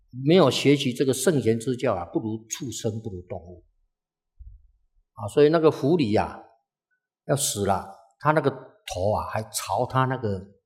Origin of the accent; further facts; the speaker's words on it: Taiwan; 我们祖先就从大陆移民到